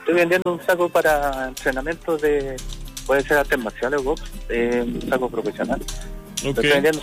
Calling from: Copiapó, Atacama, Chile; de Copiapó.

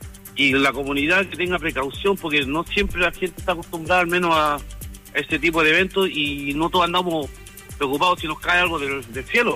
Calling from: Caldera, Atacama, Chile; estoy llamando desde Caldera.

